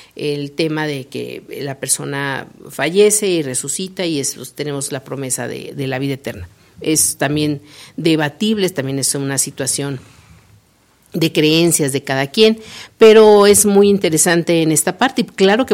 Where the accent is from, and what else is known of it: Mexico